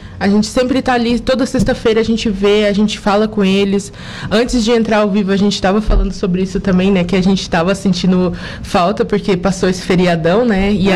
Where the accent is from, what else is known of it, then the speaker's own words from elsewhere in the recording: Goiás, Brazil; moved away; Eu sou de Goiás.